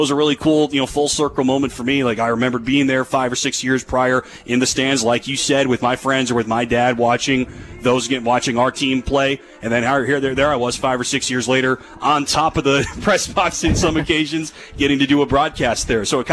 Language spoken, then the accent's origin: English; North Carolina, United States; moved away as an adult; back in my home state.